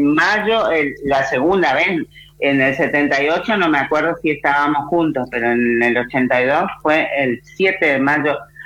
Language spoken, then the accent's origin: Spanish; Mercedes, Corrientes, Argentina; moved away; en mi pueblo, en nuestra tierra natal, Mercedes Corrientes